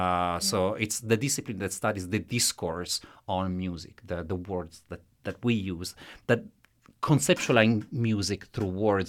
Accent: Italy; accent: Italian; first language Italian; English is a second language; because of course Don Giovanni is written in Italian, and I am Italian, as you can tell from my accent.

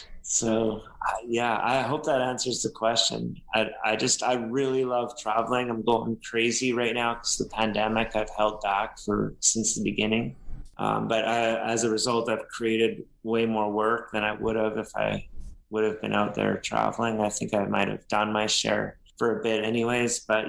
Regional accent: Canada; I'll tell people I'm from Canada

